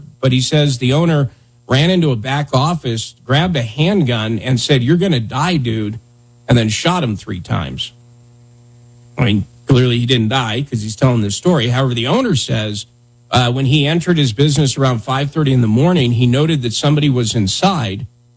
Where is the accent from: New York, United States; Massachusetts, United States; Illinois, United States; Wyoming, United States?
Wyoming, United States; pretty much the starter pack, if you bought a truck growing up in Wyoming, was you would buy the highway tires that were standard on it, right?